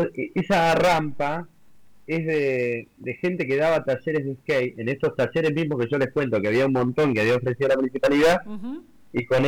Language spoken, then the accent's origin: Spanish; San Antonio de Areco, Buenos Aires Province, Argentina; estoy un poco en Areco, yo soy como de Areco, uh-huh. Y estoy un poco en Capital, así que voy haciendo mitad y mitad.